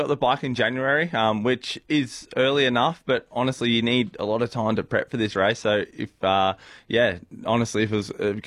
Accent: Mildura, Victoria, Australia; We're from Mildura.

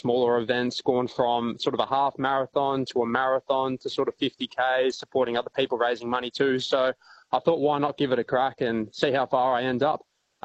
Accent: Mildura, Victoria, Australia; born there; Like I said, I was born in Mildura, so I've still got family in the area, grandparents and cousins and uncles and stuff like that.

